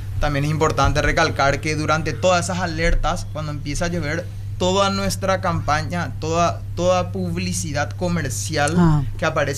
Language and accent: Spanish; Paraguay; Somos una empresa paraguaya, somos paraguayos